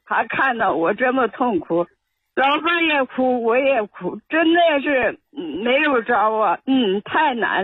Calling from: Qiqihar, Heilongjiang, China; 我是齐齐哈尔大民屯的，

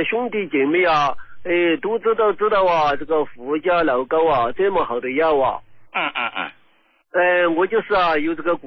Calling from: Sichuan, China; 胡老师，我是四川的一个听众。

